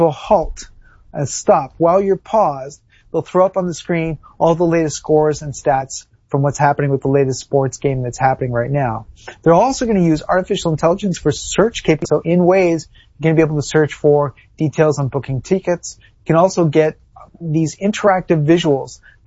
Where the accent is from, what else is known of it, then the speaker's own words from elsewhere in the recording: Canada; it's weird being Canadian because we're kind of in between the UK and the American experience